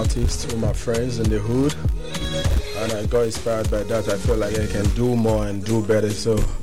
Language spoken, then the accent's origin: English; Lagos, Nigeria; I grew up in Lagos.